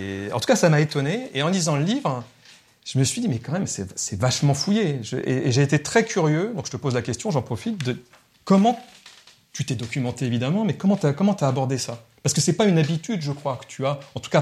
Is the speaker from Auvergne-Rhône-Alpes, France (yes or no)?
no; Granville, Normandy, France; born there; Moi, je suis né à Granville.